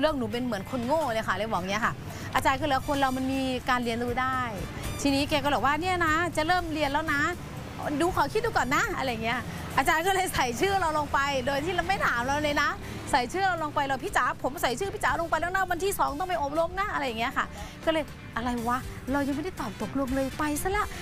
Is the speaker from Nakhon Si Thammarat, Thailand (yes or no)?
no; Udon Thani, Thailand; moved away as an adult; also born or lived in Bangkok; เป็นคนอุดรโดยกำเนิดค่ะ